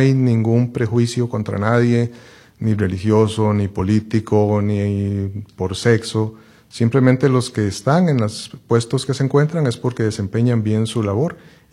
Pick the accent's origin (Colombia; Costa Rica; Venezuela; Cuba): Costa Rica; Sí, en Costa Rica pues la mayoría de trabajadores o colaboradores, uh-huh, somos costarricenses